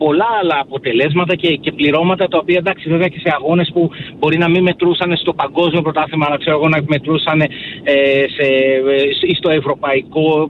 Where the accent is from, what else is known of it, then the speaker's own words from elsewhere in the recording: Greece; Εμείς ως Έλληνες